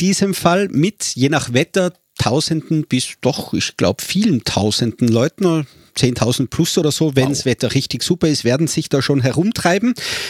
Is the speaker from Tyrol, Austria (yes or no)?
yes; Kitzbühel, Tyrol, Austria; born there; Für mich als Kitzbühler, als gebürtiger Kitzbühler alle Jahre wieder einer der großen Fixpunkte.